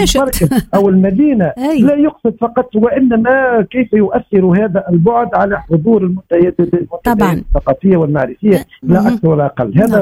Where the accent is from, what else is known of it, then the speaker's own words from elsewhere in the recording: Thala, Kasserine Governorate, Tunisia; تالا فيها ولدت وفيها ومنها يعني فيها عشت وتنفست هواءها وفي مدارسها تعلمت ودرست أبنائها، ولا يمكنني أيضا أن أسيء إليها مهما كانت لأنها مدينتي وحبيبة تحتويني.